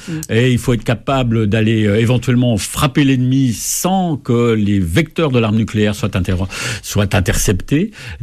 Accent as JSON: {"language": "French", "country": "France", "said": "nous sommes français"}